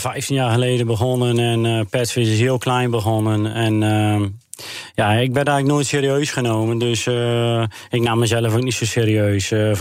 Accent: Urk, Flevoland, Netherlands; ik ben 40 jaar, ik kom uit Urk.

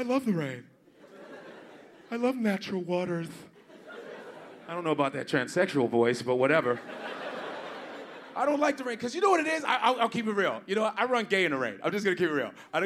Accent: Chicago, Illinois, United States; See, I grew up in Chicago, so it was all creepy.

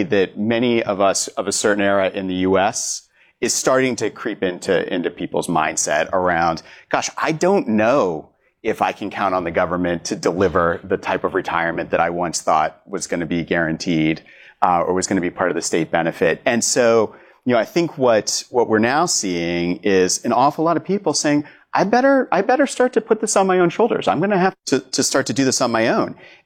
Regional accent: United States; moved away as an adult; now in London, United Kingdom; so you can tell from my accent, obviously I'm American, but transplanted to London 2 years ago to lead Vanguard's European business.

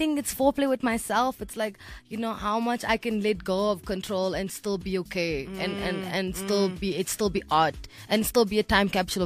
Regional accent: South Africa; being South African. I thought because we're so diverse, I knew everything.

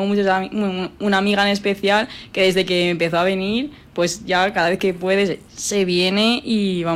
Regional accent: Valencia, Valencian Community, Spain; yo soy de Valencia y vengo aquí todos los findes

